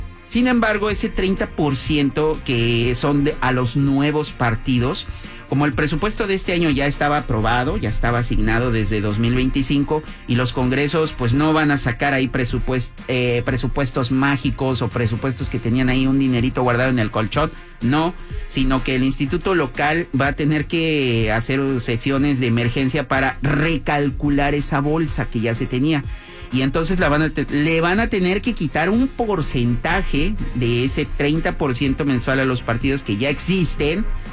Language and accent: Spanish; Mexico